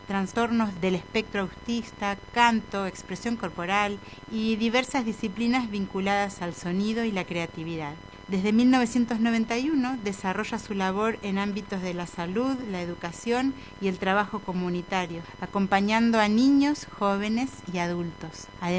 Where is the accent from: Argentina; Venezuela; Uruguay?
Argentina; Patagonia; soy cantora de la Patagonia.